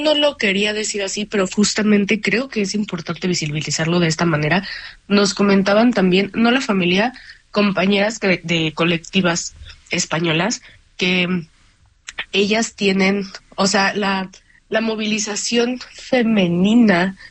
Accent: Mexico; No afirmamos nosotras, como mexicanas, pero tal vez también nosotras ya estamos un poco sesgadas porque aquí vivimos

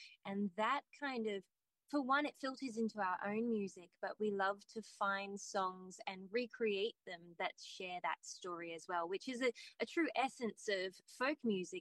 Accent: New South Wales, Australia; we are from New South Wales, and we're from a very beautiful little village just inland.

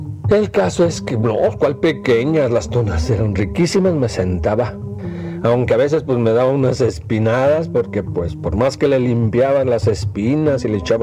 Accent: Mexico City, Mexico; moved away; las que yo comí allá en mi tierra, en mi México querido, allá en el DF.

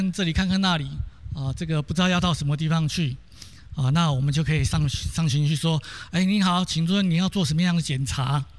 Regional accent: Taoyuan, Taiwan; 那我来自桃园

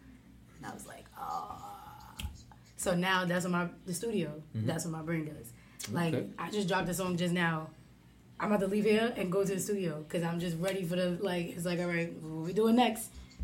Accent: Harlem, New York, United States; and I'm from Harlem, so. But I'm also.

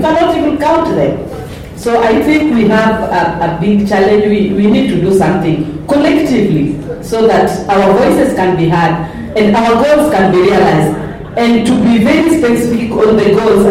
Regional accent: Kotu, Kenya; I come from Kotu

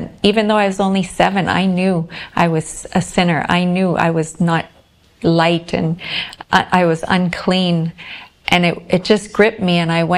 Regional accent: Whitemouth, Manitoba, Canada; now in Visakhapatnam, India; a nice Indian name. I'm from White Mouth, Manitoba, Canada. Small town there, and I'm living now in Visakhapatnam, India.

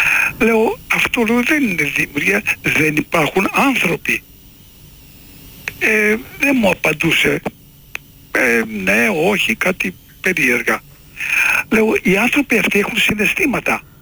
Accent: Metsovo, Epirus, Greece; Εγώ ήμουνα στο Μέτσοβο, είμαι βλάχος από εκεί πάνω.

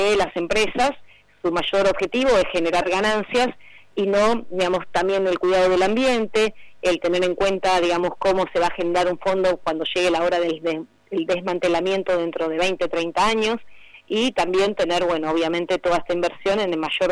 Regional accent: Bariloche, Río Negro, Argentina; Yo vengo de Río Negro, de Bariloche, soy diputada de esa región

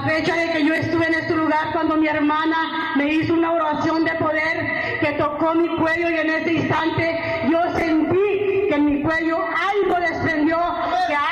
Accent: Ciudad Juárez, Chihuahua, Mexico; Yo vengo de Ciudad Juárez, hermana.

